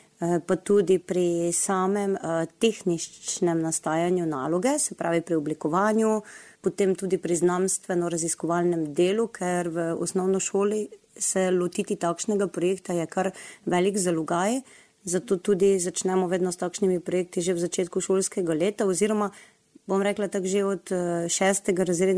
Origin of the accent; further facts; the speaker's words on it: Dokležovje, Mura, Slovenia; Rojena sem v Dokležuju, kjer tudi živi manjša romska skupnost.